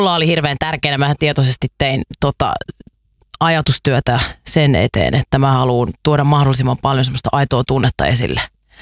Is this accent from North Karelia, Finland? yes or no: no; Kerava, Uusimaa, Finland; Me ollaan Keravalta, juh. Kyllä.